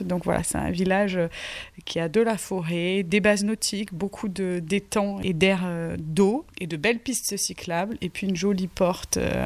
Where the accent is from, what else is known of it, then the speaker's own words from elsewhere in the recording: Provence-Alpes-Côte d'Azur, France; also born or lived in London / Compiègne / Paris; now in Longueuil-Sainte-Marie, France; Alors moi, je suis originaire des Alpes de Haute-Provence, sur les terres de Jean Giono. Je suis arrivée dans la commune il y a maintenant presque 5 ans, donc c'est effectivement assez récent. J'ai été longtemps à l'étranger, près de 12 ans, et plus récemment à Londres